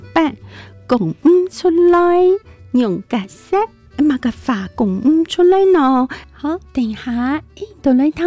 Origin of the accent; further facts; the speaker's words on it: Taipei, Taiwan; 我父母都是客家人，可是我不是在客家庄长大的，我是在台北，我左邻右舍没人讲客语啊。那时候就是会听，然后讲不是很好，